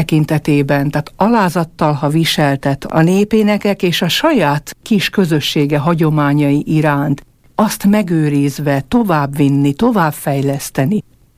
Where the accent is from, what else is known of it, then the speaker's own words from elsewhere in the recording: Váhovce, Trnava Region, Slovakia; 13 éves koromtól kántorkodom a szülőfalumban